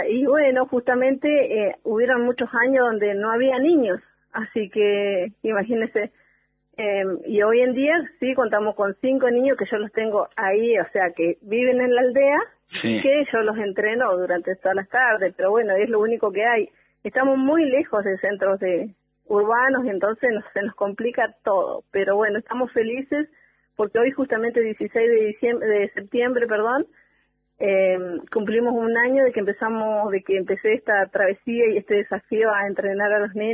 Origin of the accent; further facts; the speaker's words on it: Cerro Cóndor, Chubut, Argentina; yo soy de Cerro Cóndor, trabajo ahí